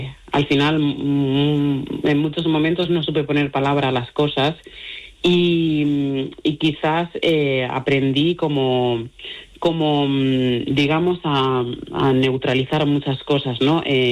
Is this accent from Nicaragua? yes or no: no; Mali; Spanish is a second language